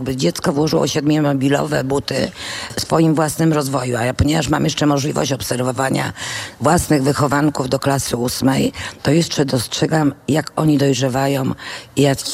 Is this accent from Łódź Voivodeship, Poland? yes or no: yes; Łódź, Łódź Voivodeship, Poland; born there; moved away as an adult; now in Warsaw, Poland; Kiedyś pracowałam w Łodzi, bo jestem łodzianką z wykształcenia i z miejsca urodzenia.